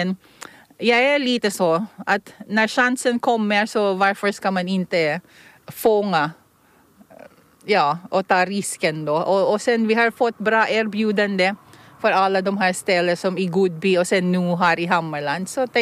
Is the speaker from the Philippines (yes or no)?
yes; Philippines; first language Tagalog; Swedish is a second language